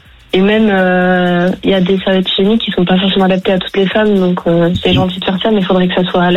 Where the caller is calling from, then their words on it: Biarritz, Nouvelle-Aquitaine, France; Bah, de Biarritz.